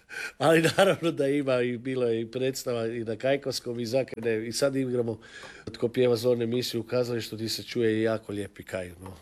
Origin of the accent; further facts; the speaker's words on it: Mlinovi, City of Zagreb, Croatia; born there; Pa ja sam rođen u Mlinovima